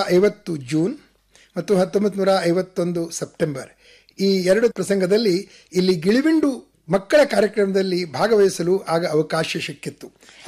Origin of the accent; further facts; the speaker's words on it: Dharwad, Karnataka, India; born there; moved away as an adult; ನಂತರ ಕಡೆಯ 4 Basil mission school ಧಾರವಾಡದಲ್ಲಿ ಆಯಿತು.